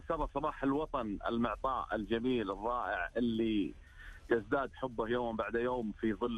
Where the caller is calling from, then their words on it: Riyadh, Riyadh Province, Saudi Arabia; من الرياض